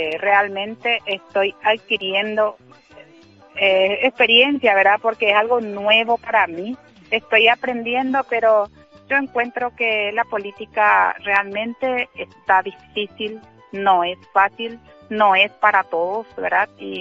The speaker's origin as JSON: {"language": "Spanish", "country": "Paraguay", "said": "esa es lo que estamos viviendo como paraguayos."}